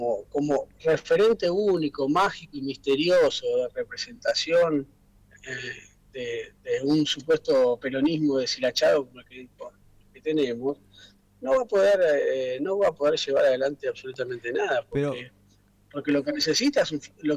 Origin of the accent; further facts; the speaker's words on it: Argentina; como los argentinos pensemos.